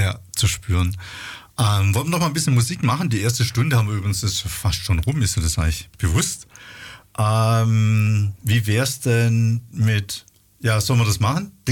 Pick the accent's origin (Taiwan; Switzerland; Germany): Germany; Rottenburg, Baden-Württemberg; Ich komme aus der Ecke Rottenburg.